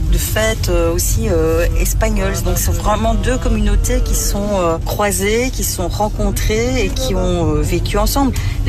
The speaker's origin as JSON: {"language": "French", "country": "Italy", "accent": "Italian", "second_language": "French", "said": "mais de Belgique, parce qu'ils entendent mon accent italien, ils disent que c'est un accent du Nord, un accent italien du Nord."}